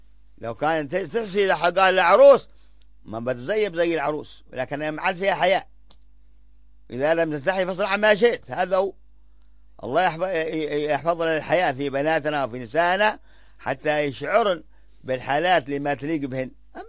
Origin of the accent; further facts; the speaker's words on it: Hadhramaut, Yemen; عندنا في حضرموت